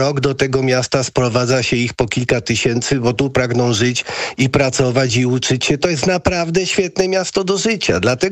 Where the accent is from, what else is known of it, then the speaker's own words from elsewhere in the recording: Kraków, Lesser Poland, Poland; born there; Mówię to jako urodzony krakowianin, którego los tego wspaniałego miasta leży mi na sercu.